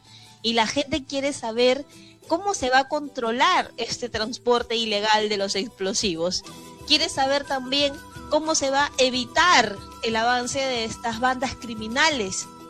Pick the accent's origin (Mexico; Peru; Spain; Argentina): Peru